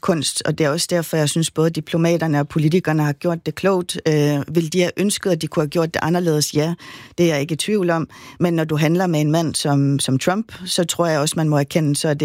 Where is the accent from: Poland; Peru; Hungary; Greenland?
Greenland; Fordi jeg var bare vokset op i hele min barndom og hele min ungdom i Grønland med, at Danmark kan vi ikke lide-agtigt.